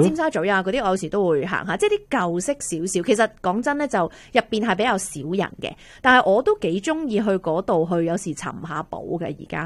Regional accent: Tuen Mun, New Territories, Hong Kong; 細個住屯門啦

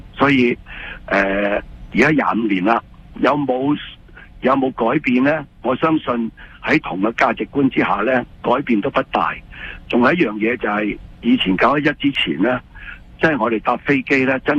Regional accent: Canada; 我哋加拿大人

